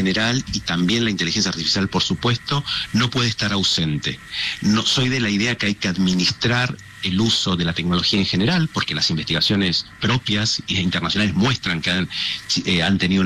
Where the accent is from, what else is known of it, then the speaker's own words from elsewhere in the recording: Argentina; el que quiera porque somos argentinos, o porque conozca el colegio